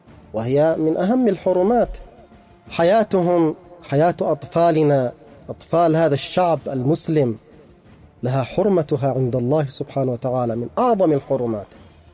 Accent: Yemen; على بلدنا

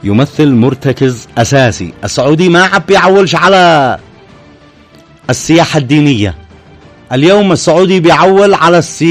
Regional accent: Yemen; بلادنا اليمن

